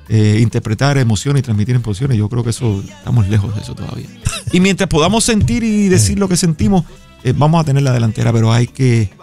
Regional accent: Cuba; moved away; Cuando llegué de Cuba traía muchas canciones, escribía mucho y nadie me grababa, es la verdad.

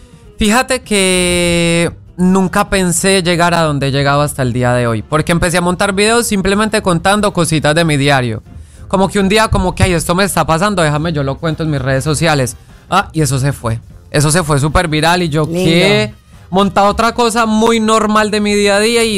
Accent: Medellín, Antioquia, Colombia; moved away as an adult; now in Puerto Rico; Soy de Medellín.

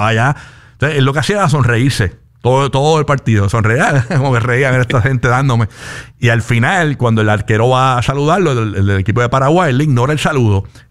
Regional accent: Puerto Rico; nosotros nos envolvemos en el fútbol, los boricuas

